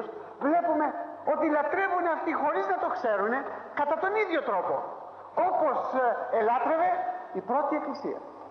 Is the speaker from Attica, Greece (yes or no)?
yes; Athens, Attica, Greece; όταν του είπα ότι είμαι από την Αθήνα